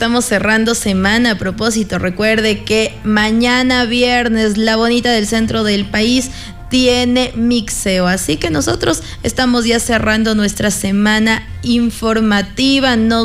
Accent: Ecuador; Volvemos a soñar como ecuatorianos

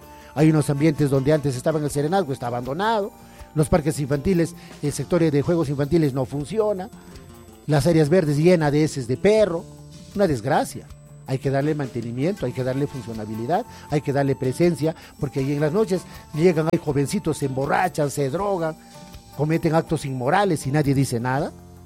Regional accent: Chilca, Junín, Peru; en Chilca para generar desarrollo en mi pueblo

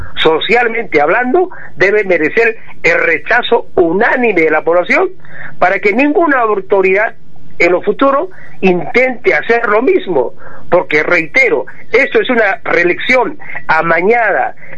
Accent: Tacna, Peru

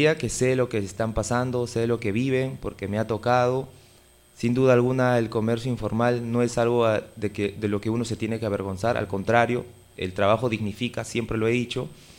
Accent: Lima, Peru; Yo llegué aquí al distrito de Lurín a los 2 años. Soy lurinense casi de toda la vida. He estudiado mi primaria en el colegio 7056 San Martín de Porres.

